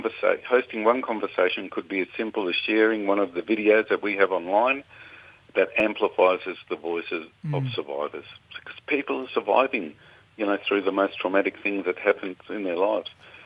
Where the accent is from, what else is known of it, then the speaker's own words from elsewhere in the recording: Cairns, Queensland, Australia; now in Brisbane, Australia; I'm Kugi Yalanji from Cairnsway.